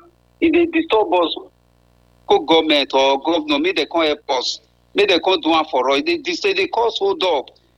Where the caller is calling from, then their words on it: Nigeria; I come from Ego.